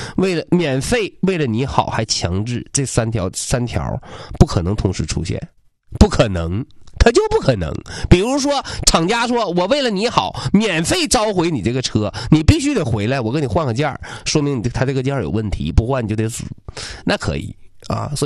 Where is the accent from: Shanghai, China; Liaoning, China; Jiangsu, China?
Liaoning, China; 我们辽宁人